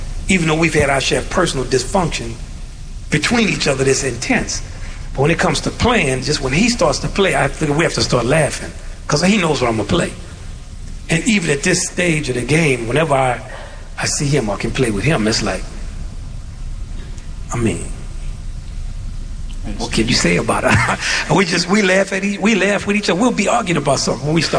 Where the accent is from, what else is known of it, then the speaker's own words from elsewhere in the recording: Louisiana, United States; I'm from Louisiana.